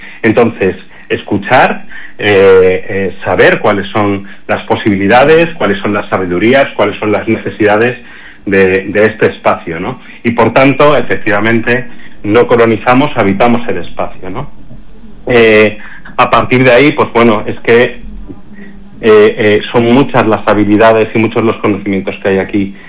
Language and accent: Spanish; Vigo, Galicia, Spain; born there; now in Ribeira Sacra, Spain; yo soy gallego, nací en Vigo, estuve en muchas partes pues del mundo y finalmente vuelvo a recalar ya con mis 57 años, pues aquí en Galicia, en concreto en la Ribeira Sacra